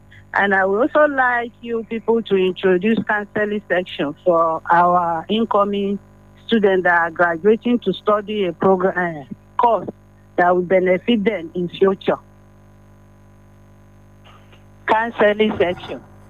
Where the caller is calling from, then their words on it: Niger State, Nigeria; I'm calling from Niger State.